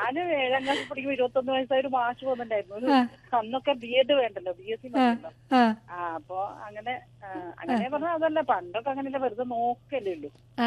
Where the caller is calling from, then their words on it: Palakkad, Kerala, India; പാലക്കാട്. പാലക്കാട് കുടുംബ് എന്നാണ്